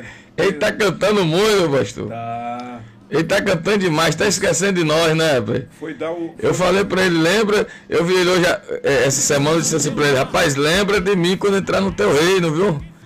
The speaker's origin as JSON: {"language": "Portuguese", "town": "Guaratinga", "region": "Bahia", "country": "Brazil", "tie": "born or raised there", "moved": "yes", "said": "minha terra que eu nasci. Ô, terra abençoada. Você sabia que eu nasci lá, pastor? Em Guaratinga, Bahia"}